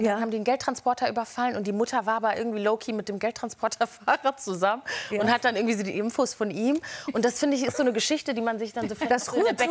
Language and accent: German; Neukirchen-Vluyn, North Rhine-Westphalia, Germany; Ich aus Neukirchen-Flühen.